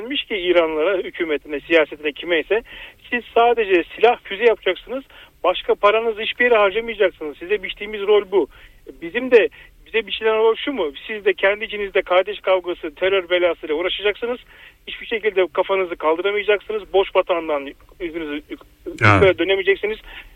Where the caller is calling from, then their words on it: Isparta, Turkey; Isparta'dan.